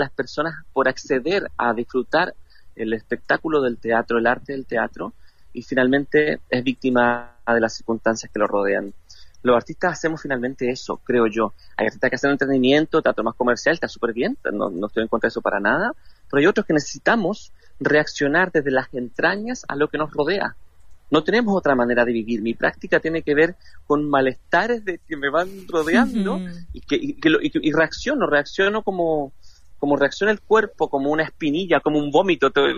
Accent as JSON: {"language": "Spanish", "country": "Chile", "said": "nosotros como chilenos"}